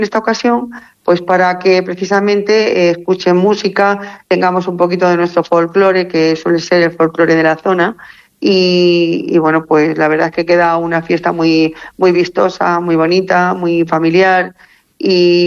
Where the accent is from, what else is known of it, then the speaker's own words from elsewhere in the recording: Poyales del Hoyo, Castile and León, Spain; yo soy de aquí, de la población, soy de Poyales, y desde chiquitita, claro, pues hemos convivido con los higos toda la vida.